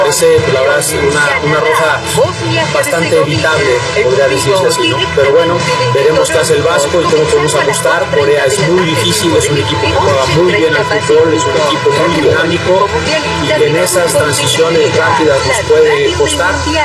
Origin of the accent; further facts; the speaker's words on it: Mexico; también somos mexicanos